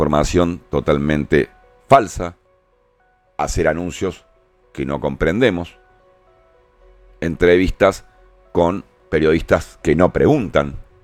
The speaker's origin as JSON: {"language": "Spanish", "country": "Argentina", "said": "nos pasa a los argentinos en Europa, en España, en todos lados"}